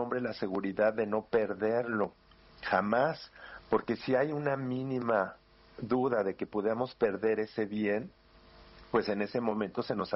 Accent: Mexico

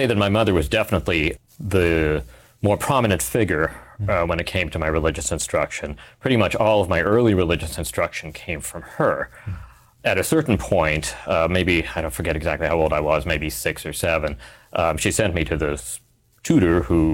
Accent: Vancouver, British Columbia, Canada; Well, I grew up in Vancouver in Canada, and both my parents were Muslim in their background, although they came from rather different places

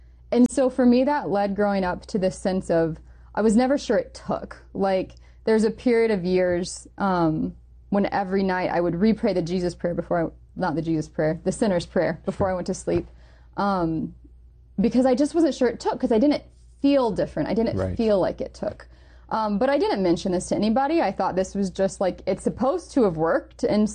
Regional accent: Indiana, United States; born or raised there

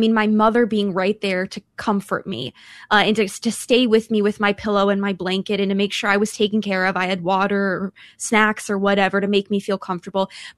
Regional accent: Midwest, United States; You know, it's funny, Father, I was thinking as Alonzo was talking that now I grew up in the Midwest.

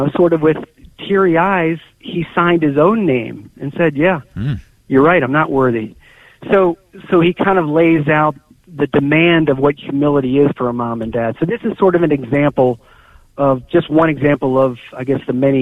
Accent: Ireland; I guess as an Irishman and an old sports writer, I took a lot of those stories

